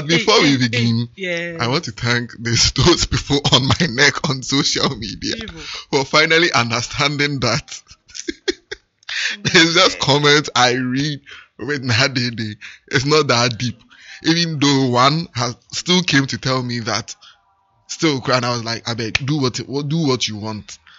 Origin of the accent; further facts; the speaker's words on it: Sunyani, Bono, Ghana; I'm from Sunyani. So he's probably my fourth cousin.